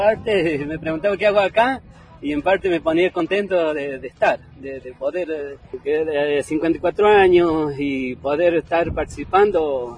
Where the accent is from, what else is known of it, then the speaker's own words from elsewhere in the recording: Luján, Buenos Aires Province, Argentina; Sí, local.